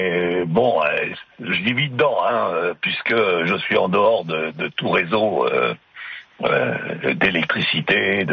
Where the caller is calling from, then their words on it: Yukon, Canada; je vis au nord du 60e parallèle, au Yukon.